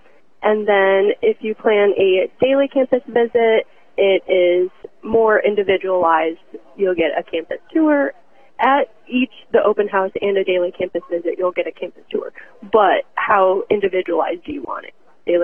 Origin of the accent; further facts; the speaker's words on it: Illinois, United States; I'm originally from Northern Illinois